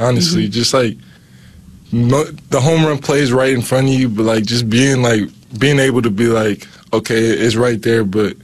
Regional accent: Las Vegas, Nevada, United States; moved away as an adult; now in Nebraska, United States; born and raised in Vegas

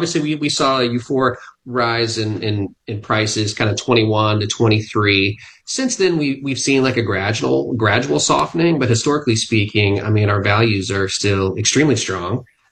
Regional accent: Jacksonville, Illinois, United States; So, yeah, my hometown is in Jacksonville, Illinois.

